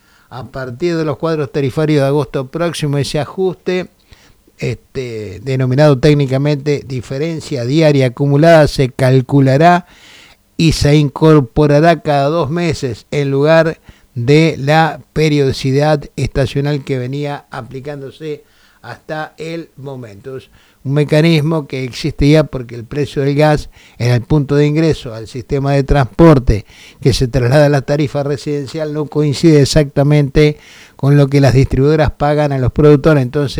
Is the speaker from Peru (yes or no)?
no; Argentina